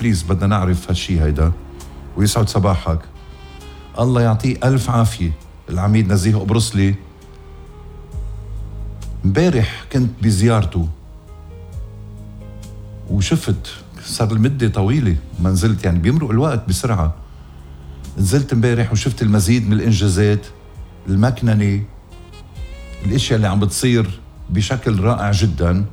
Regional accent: Lebanon; واجب علينا كلبنانية

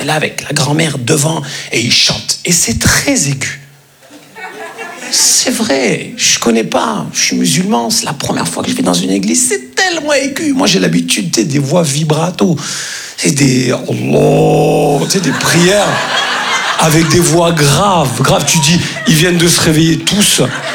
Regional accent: Grand Est, France; Comme on dit chez nous, en Lorraine.

